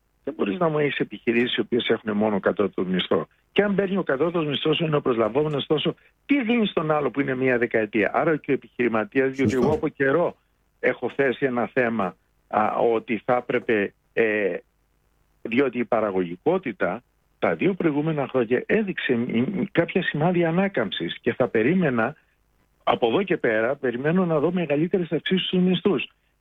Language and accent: Greek; Greece; αρχίζουμε και σκεφτόμαστε ως Έλληνες